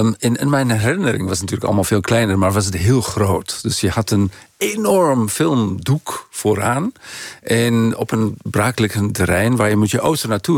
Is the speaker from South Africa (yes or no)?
yes; Gauteng, South Africa; En dat stadje bij Johannesburg waar ik opgroeide.